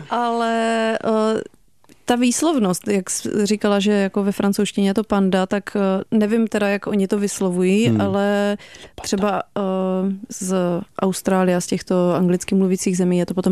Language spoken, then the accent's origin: Czech; Moravia, Czechia; Já jsem původně z Moravy, takže...